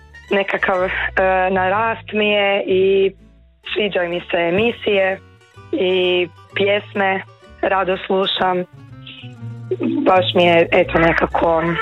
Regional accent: Samobor, Zagreb County, Croatia; Samobora.

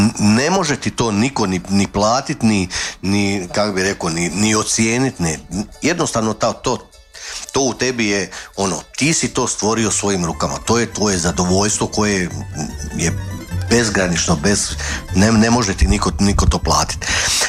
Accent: Županja, Vukovar-Srijem County, Croatia; kod nas u Županji

